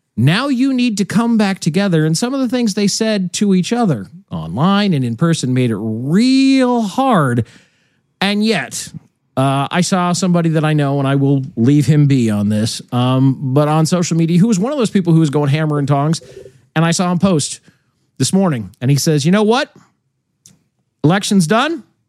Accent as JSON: {"language": "English", "region": "Nebraska", "country": "United States", "tie": "born or raised there", "said": "my home state of Nebraska"}